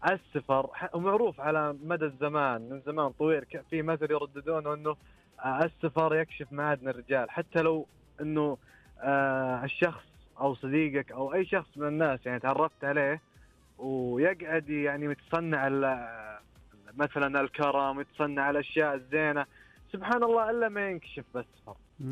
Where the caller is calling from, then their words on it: Rafha, Northern Borders, Saudi Arabia; أكلمكم من الحدود الشمالية محافظة رفحة